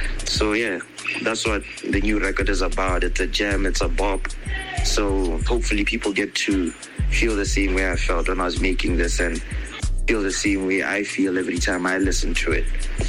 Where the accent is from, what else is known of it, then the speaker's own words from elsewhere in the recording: Botswana; I was born and raised in Botswana, but my parents are both Zimbabweans.